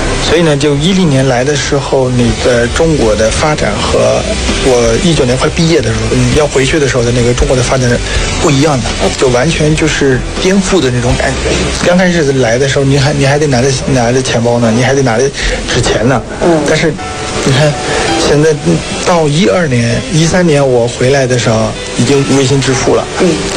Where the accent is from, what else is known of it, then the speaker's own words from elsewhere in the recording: Myanmar; Chinese is a second language; 我们缅甸人看着就会感觉哇，这个很好